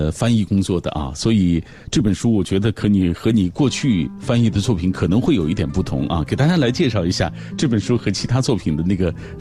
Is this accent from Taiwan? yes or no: no; China; 我们中国人有一句话说，小酒怡情，大酒伤身